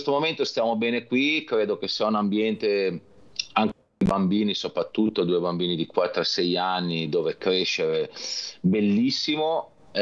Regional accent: Savona, Liguria, Italy; moved away as an adult; also born or lived in Indonesia; now in Dubai, United Arab Emirates; sono partito da Savona nel 2009 con una valigia di quelle da stiva.

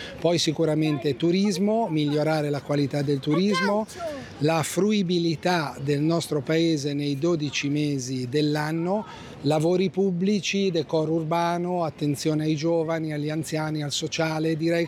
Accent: Levanto, Liguria, Italy; moved away as an adult; io sono nato a Levanto 60 anni fa, sono cresciuto qui, ho studiato, ho fatto le superiori

